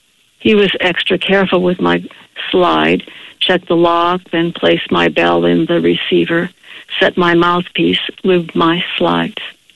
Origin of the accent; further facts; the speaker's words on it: Los Angeles, California, United States; as I grew up in Los Angeles.